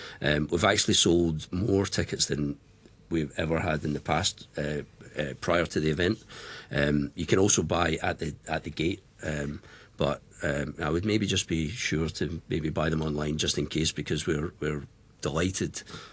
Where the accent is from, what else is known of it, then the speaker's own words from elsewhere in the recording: Scotland, United Kingdom; So yeah, I guess you can tell from my accent that I'm Scottish